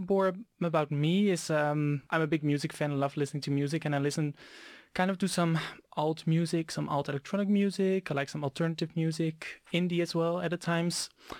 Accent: Netherlands; moved away; I'm from the Netherlands

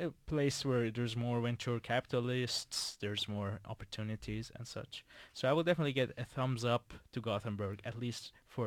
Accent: Iran; Like, I come from Iran, and it's much. Well, it's not much more warmer, but it's a bit warmer than here.

